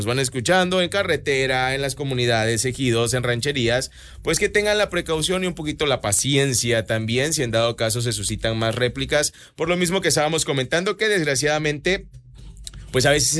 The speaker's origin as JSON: {"language": "Spanish", "country": "Mexico", "said": "como todo mexicano, siempre vemos las cosas positivas"}